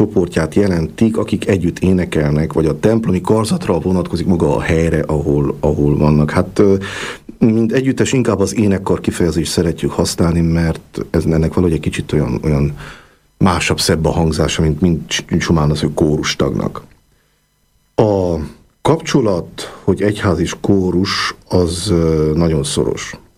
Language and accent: Hungarian; Sfântu Gheorghe, Covasna, Romania; moved away as an adult; also born or lived in Piatra Neamț; now in Cluj-Napoca, Romania; én Sepsiszentgyörgyön születtem